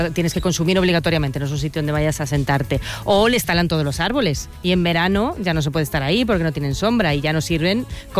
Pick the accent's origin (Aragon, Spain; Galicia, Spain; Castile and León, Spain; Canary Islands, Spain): Galicia, Spain; como no sé si he comentado alguna vez, yo soy gallega.